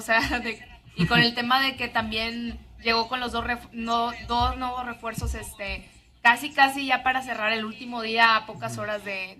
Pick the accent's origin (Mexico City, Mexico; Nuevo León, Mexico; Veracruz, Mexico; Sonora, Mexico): Nuevo León, Mexico; Monterrey; a todos los que nacimos, crecimos aquí en Monterrey